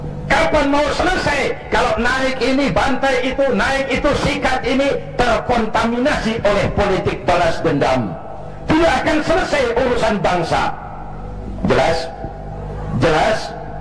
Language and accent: Indonesian; Kebayoran, Jakarta, Indonesia; born there; Bahwa saya lahir di Kebayoran, itu sih kebetulan.